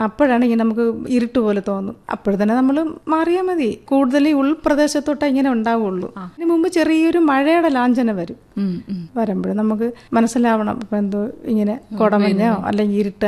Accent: Thiruvananthapuram district, Kerala, India; കാട്ടിലാണ് ജനിച്ചതും വളർന്നതും എല്ലാം കാട്ടിലാണ്. അഗസ്ത്യരൂപത്തിന്റെ താഴ്വരയിലാണ് പേപ്പാറ സ്ഥിതി ചെയ്യുന്നത്. അവിടെയുള്ള ഒരു വനത്തിലാണ് എന്റെ വീട്, മീനങ്കൽ പന്നിക്കുഴി എന്ന സ്ഥലത്താണ്.

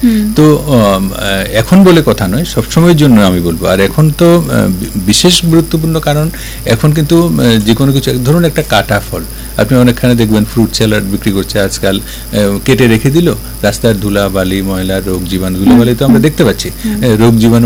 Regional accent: Tripura, India; আমাদের ত্রিপুরাতে

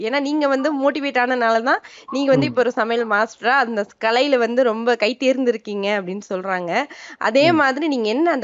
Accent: Theni, Tamil Nadu, India; நான் வந்து தேனி தாங்க.

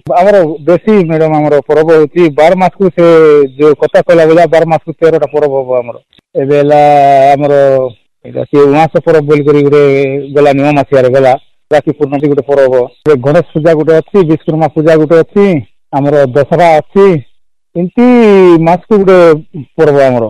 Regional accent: Kumarput, Odisha, India; ଆମର କୁମାରପୁଟ ହେଉଛି ଇଏ ଆମର ଖୋରାପୁଟ ଜିଲ୍ଲାକୁ ବୋଇଲେ ଆମର ଗାଁ ଗୋଟେ ବଡ ଗାଁ ଅଛି।

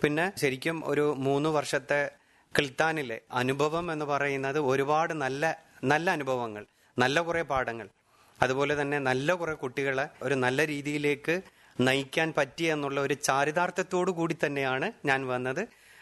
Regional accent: Kavaratti, Lakshadweep, India; also born or lived in Kiltan; നാട്ടിലേക്കാണ് വരുന്നത്, കവരത്തിയിലേക്ക് വരുന്നു

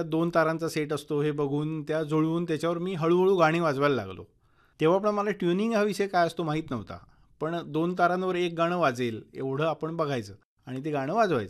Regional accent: Maharashtra, India; also born or lived in Rajapur / Ratnagiri; मी दाहुलवल्ली माझं गाव

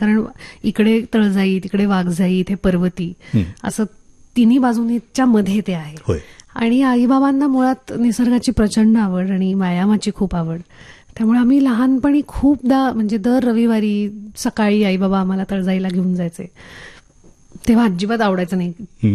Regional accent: Pune, Maharashtra, India; सहकारनगरमध्ये आम्ही राहतो. माझं बालपण सगळं तिकडे गेलं आणि सहकारनगरच इतकं काय म्हणू नेचरमध्ये आहे, म्हणजे निसर्गाच्या सान्निध्यात आहे. कारण इकडे तळजाई, तिकडे वाघजाई, इथे पर्वती, असं तिन्ही बाजूंच्या मध्ये ते आहे.

